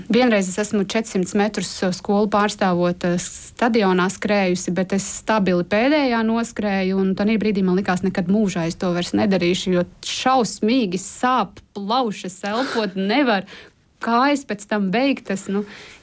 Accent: Jelgava, Zemgale, Latvia; born there; also born or lived in Viļaka; Es esmu dzimusi Jelgavā un diezgan daudz esmu kleņojusi pa Latviju

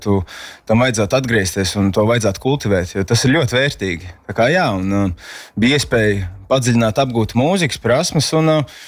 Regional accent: Tukums, Tukums Municipality, Latvia; Nu, es esmu audzis tukumā. Esmu izmācījies fantastiskais tukuma skoliņās

